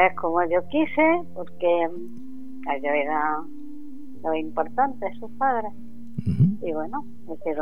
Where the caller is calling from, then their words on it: Córdoba, Andalusia, Spain; de Córdoba.